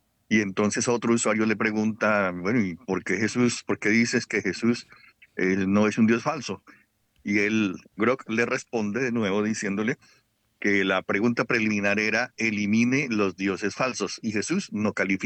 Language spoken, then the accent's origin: Spanish; Bogotá, Bogotá D.C., Colombia; moved away; Yo vine de Bogotá, Colombia, y yo trabajaba con RTBC para el Canal 1.